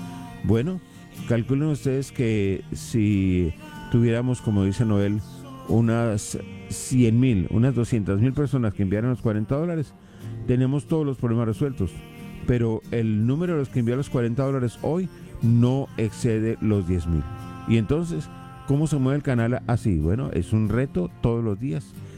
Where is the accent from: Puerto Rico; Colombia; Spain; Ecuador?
Colombia; born there; moved away; Colombia, el país donde yo nací.